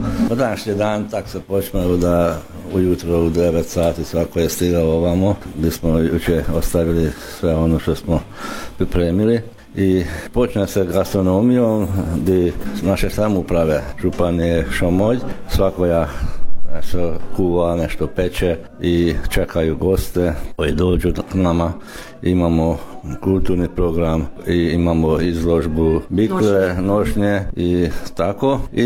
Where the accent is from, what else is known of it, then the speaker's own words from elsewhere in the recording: Somogy, Hungary; kod nas u Podravini gostoprimstvo, to je najvažnije.